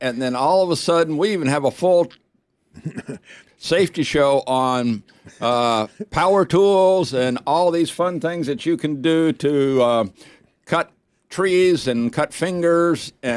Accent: Houston, Texas, United States; now in Haines, United States; I came from the Houston area and I moved to Haines, so there's a slight population difference between Houston and Haines.

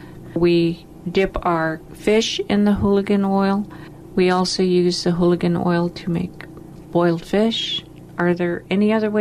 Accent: Klukwan, Alaska, United States; I'm from Klukwan, Alaska.

